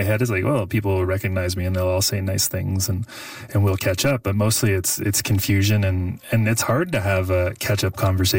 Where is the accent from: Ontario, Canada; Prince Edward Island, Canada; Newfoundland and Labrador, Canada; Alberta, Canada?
Prince Edward Island, Canada; Summerside; that sort of experience that I had growing up in Summerside isn't, like, it's not the definitive growing up Canadian experience, but it is a growing up Canadian experience.